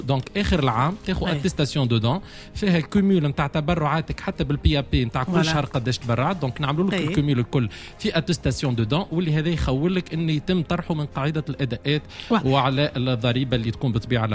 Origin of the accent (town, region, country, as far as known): Tunisia